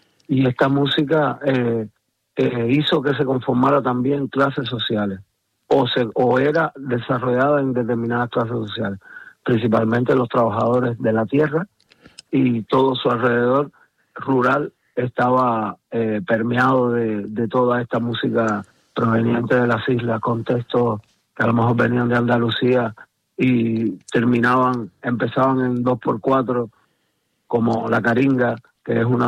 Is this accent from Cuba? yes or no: yes; Cuba